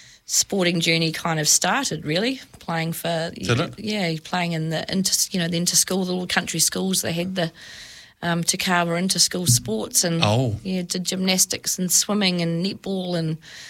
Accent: Otaki, Wellington, New Zealand; born there; I was born in Otaki because I was adopted. So mum and dad adopted me, lived on a farm for the first 6 years, and then sadly mum and dad split, and then there was a blended family.

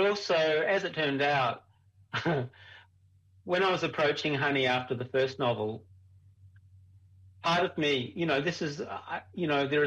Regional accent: Adelaide, South Australia, Australia; I come from Adelaide originally, which is the driest state in the driest continent in the world.

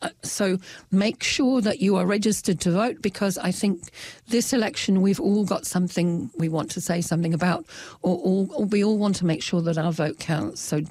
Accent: England, United Kingdom; also born or lived in New Zealand; now in Dunedin, New Zealand; I come from England, so I'm still on a quest for belonging because I've got one foot in England and one foot in New Zealand because I've stayed in both places a lot.

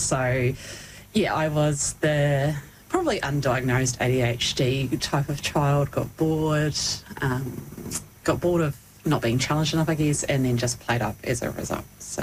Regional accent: Invercargill, Southland, New Zealand; also born or lived in Greymouth; Born and bred in Invercargill, Southland. Lived here pretty much my whole life, except for a wee stint that my husband and I lived in Greymouth for a wee bit.

